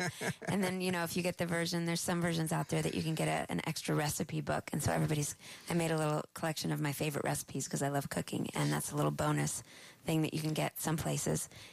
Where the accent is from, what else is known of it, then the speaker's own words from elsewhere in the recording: Dallas, Texas, United States; moved away as an adult; also born or lived in Bethesda, Maryland / California; I was born in Bethesda, Maryland, and my dad's a doctor, so we moved around a little bit when I was a kid, moved to California. But I primarily grew up in Dallas, Texas, and my mom's from Dallas, my dad's from Sweetwater, so I consider myself a Texan.